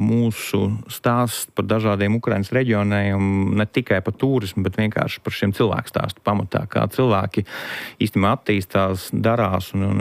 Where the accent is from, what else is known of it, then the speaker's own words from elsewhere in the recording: Latgale, Latvia; es pats esmu no Latgales